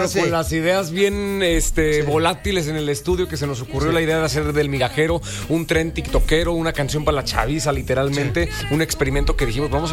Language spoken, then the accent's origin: Spanish; Santiago de Querétaro, Querétaro, Mexico; 100% queretano, ahí, capital.